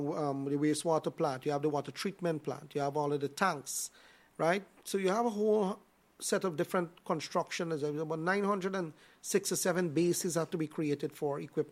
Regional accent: Vreed-en-Hoop, Essequibo Islands-West Demerara, Guyana; I born and raised in Ridenhope.

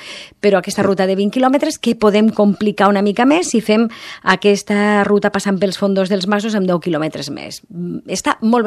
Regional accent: Almenar, Catalonia, Spain; jo sóc del Menac, això és el Segrià

